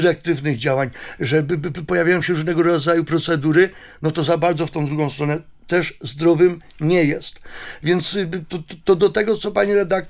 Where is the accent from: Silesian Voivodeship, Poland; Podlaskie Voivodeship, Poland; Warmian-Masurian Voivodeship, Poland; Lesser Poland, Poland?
Lesser Poland, Poland; Ja pochodzę z takiej małej wioski na Podhalu w okolicach Nowego Targu. I co? I tam sobie żyłem do pewnego momentu w swoim życiu.